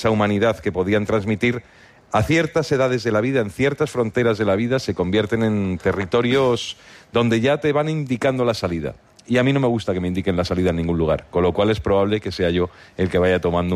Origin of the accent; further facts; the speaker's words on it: Madrid, Community of Madrid, Spain; los que somos de Madrid también tenemos a veces esa sensación de que la ciudad conviene ir distanciándose de ella de vez en cuando.